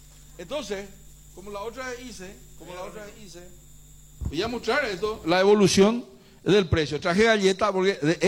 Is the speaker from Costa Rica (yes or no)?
no; Paraguay; Entonces, esos somos los paraguayos.